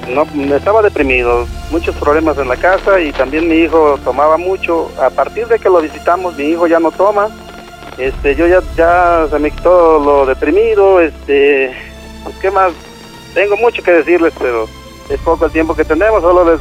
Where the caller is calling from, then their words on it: Tonalá, Jalisco, Mexico; De aquí de Santa Paula, municipio de Tonalá.